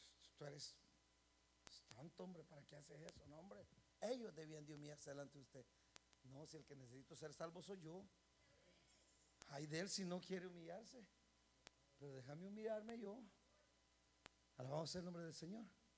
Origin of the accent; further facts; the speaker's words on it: El Salvador; moved away; Allá en mi tierra se llamaba Mazinger